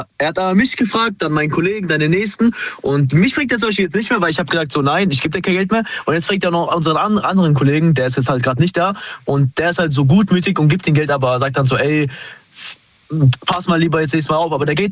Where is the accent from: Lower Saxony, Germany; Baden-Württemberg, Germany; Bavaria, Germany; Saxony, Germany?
Baden-Württemberg, Germany; Karlsruhe; wir sind aus Karlsruhe.